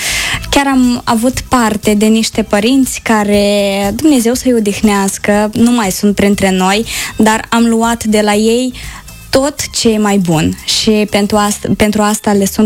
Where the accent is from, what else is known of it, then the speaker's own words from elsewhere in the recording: Pîrjolteni, Călărași District, Moldova; moved away; în satul meu de Baștină, unde am înlocuit Baraboiul cu Pârjolteniul.